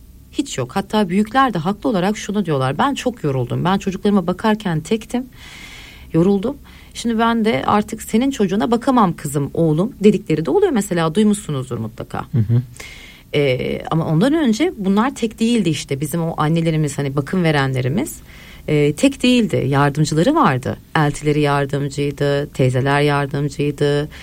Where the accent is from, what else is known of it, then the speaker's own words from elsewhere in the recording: Istanbul, Turkey; Ben şimdi Üsküdarlıyım aslan. Ben ailem 60-70 seneden beri Üsküdarlı, Doğancılar'da yetiştim.